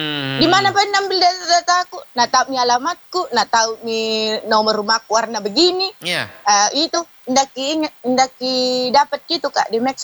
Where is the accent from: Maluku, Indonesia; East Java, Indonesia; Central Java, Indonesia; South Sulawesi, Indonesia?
South Sulawesi, Indonesia; cita sebagai warga Sulawesi Selatan.